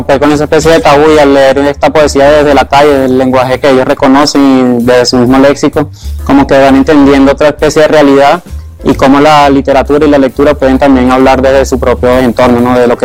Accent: Caracas, Capital District, Venezuela; nací, mi infancia se desarrolló en Propatria. Luego me mudó por varias circunstancias de la vida, el 23 de enero, Puente Hierro. Después llegué a vivir en San Antonio también.

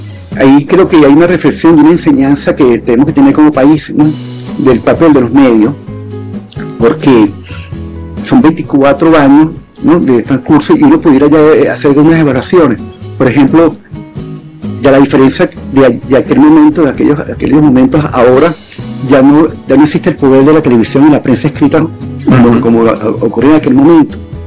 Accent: Venezuela

